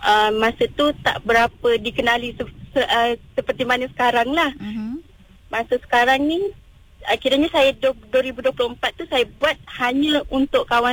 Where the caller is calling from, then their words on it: Gopeng, Perak, Malaysia; Saya berasal daripada Ulu Geruntum, Gopeng, Perak dan berketurunan suku kaum orang asli. Suku kaum Semai.